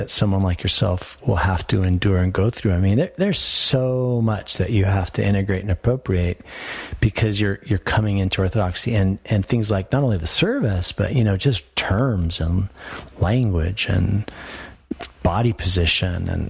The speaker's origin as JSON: {"language": "English", "region": "Colorado", "country": "United States", "tie": "born or raised there", "said": "But so I grew up here in Colorado. My mother was a child of immigrant parents."}